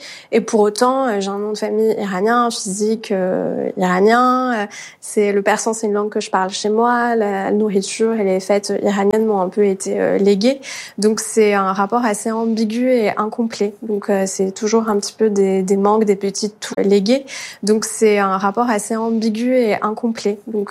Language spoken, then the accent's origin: French; France; born there; Mes parents étaient exilés politiques, je suis née en France, j'ai jamais pu aller en Iran et je ne sais pas si je pourrais y aller un jour.